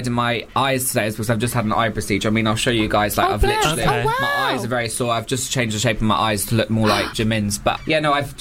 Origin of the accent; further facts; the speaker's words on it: United Kingdom; I'm British